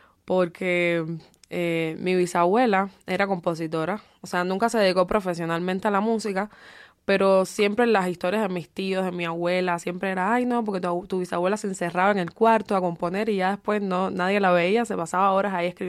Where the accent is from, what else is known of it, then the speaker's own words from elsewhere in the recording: Havana, Cuba; moved away as an adult; now in Mexico; yo me crié en Centro Habana, que es un barrio bastante, vamos a decir, bastante folclórico, donde está, por ejemplo, el famoso Callejón de Hamel, que es un lugar súper importante de la cultura afrocubana.